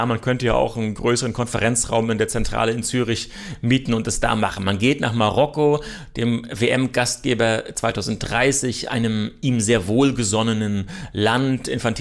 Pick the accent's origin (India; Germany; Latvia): Germany